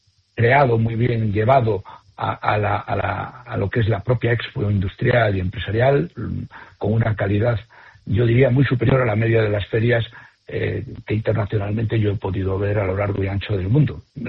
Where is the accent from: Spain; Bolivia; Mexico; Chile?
Spain; Galicia; Somos gallegos, nos gusta presumir de lo que tenemos